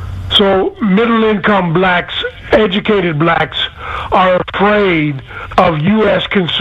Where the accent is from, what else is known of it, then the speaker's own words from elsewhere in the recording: Chevy Chase, Maryland, United States; now in Germany; Chevy Chase, my hometown